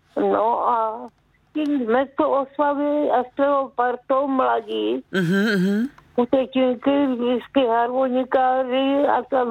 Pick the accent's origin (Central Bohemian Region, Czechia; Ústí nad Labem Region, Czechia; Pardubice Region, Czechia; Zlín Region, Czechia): Zlín Region, Czechia; A u nás na Valáchách se neslavilo